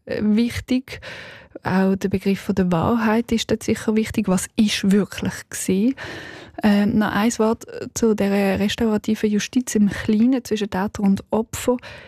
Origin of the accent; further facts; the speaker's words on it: Switzerland; Das gibt es auch bei uns in der Schweiz im Kleinen.